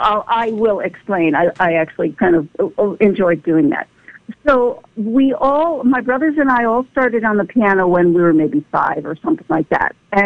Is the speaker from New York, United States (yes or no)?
yes; Armonk, New York, United States; even though I was born in New York City, but we grew up in a town called Armonk, about 35 miles north of Manhattan.